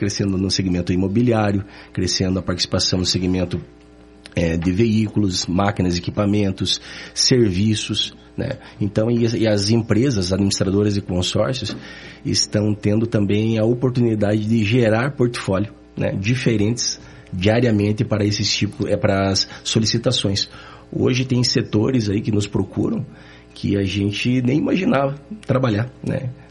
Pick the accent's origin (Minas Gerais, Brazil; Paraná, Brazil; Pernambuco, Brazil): Paraná, Brazil; Ponta Grossa; moved away as an adult; now in Curitiba, Brazil; Eu sou natural de Ponta Grossa. Eu estou em Curitiba desde 1998. Então eu sou natural do interior do Paraná, mas me considero mais daqui do que de lá. Tenho muito orgulho, né, da minha cidade natal.